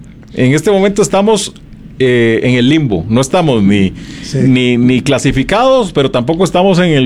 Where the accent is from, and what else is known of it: Costa Rica